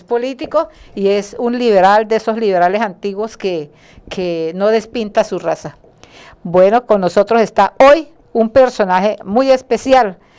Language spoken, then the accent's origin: Spanish; Arauca, Colombia; yo amo mi Arauca entrañablemente